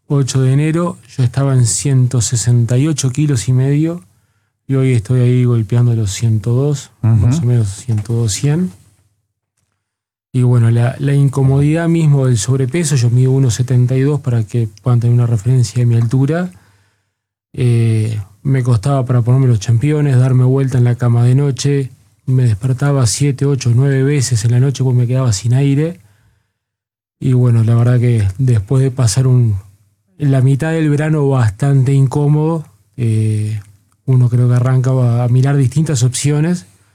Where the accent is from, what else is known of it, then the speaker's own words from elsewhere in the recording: Minas, Lavalleja, Uruguay; moved away as an adult; now in Montevideo, Uruguay; Yo vengo del interior, yo soy de Minas, me vine a hacer facultad a Montevideo.